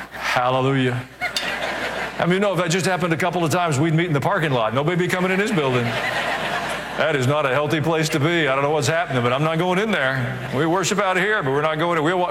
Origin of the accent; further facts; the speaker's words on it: Kansas City, Missouri, United States; born there; I was born in Kansas City, Missouri. I could have been born along the Amazon River.